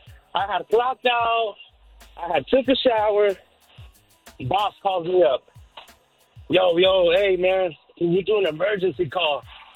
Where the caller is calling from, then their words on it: Perris, California, United States; I'm calling from Paris, and I'm not saying Paris, France. Paris, California, man.